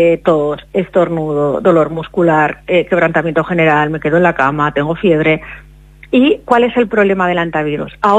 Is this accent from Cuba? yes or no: no; Spain; Somos españoles y los memes los vamos a hacer siempre, ¿vale?